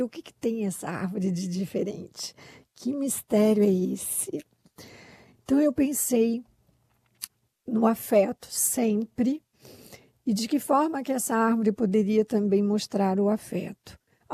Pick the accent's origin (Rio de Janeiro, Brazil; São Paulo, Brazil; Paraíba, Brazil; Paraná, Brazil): São Paulo, Brazil; eu cresci em São Paulo na década de 70, mas por incrível que pareça, São Paulo ainda é uma cidade muito arborizada, e na época era muito mais.